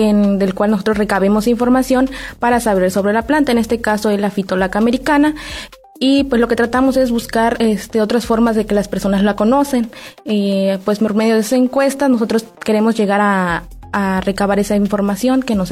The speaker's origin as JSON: {"language": "Spanish", "town": "Tantoyuca", "region": "Veracruz", "country": "Mexico", "said": "Yo soy del estado de Veracruz, en el Tantoyuca"}